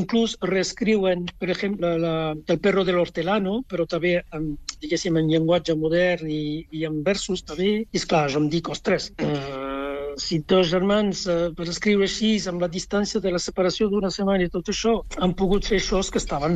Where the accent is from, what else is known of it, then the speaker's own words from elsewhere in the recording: Cervera de la Marenda, Occitania, France; jo vaig passar tota la meva infància a Cervera de la Marenda, mm-hmm, el primer poble francès, no?